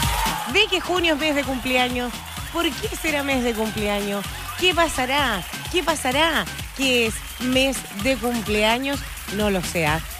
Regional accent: Osorno, Los Lagos, Chile; Yo creo que somos osorninos, pero también somos latinos.

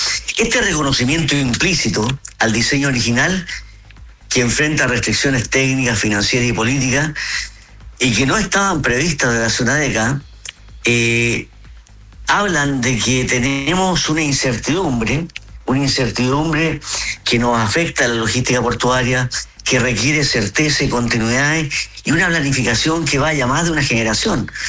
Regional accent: Valparaíso, Chile; Como buenos porteños, sí.

